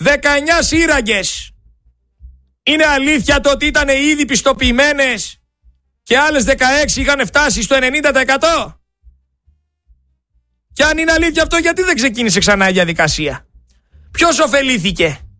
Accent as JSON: {"language": "Greek", "country": "Greece", "said": "εγώ σαν Έλληνας πολίτης"}